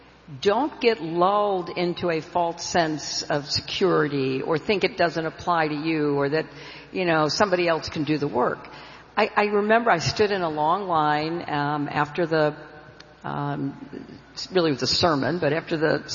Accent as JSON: {"language": "English", "town": "Park Ridge", "region": "Illinois", "country": "United States", "tie": "born or raised there", "also_born_or_lived": "Chicago", "said": "I was living in Park Ridge, Illinois. I was born in Chicago, but I grew up in Park Ridge."}